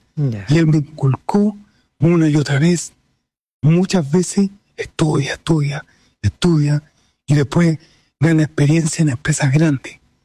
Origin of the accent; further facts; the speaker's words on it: Osorno, Los Lagos, Chile; yo nací en Osorno hace ya hartos años, tengo 59.